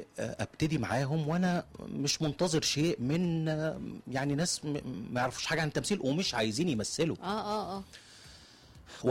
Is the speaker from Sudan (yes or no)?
no; Egypt; احنا مصريين